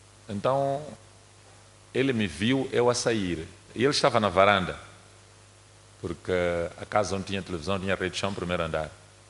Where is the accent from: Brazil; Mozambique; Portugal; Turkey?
Mozambique; a história deste momento que nós estamos a atravessar como moçambicanos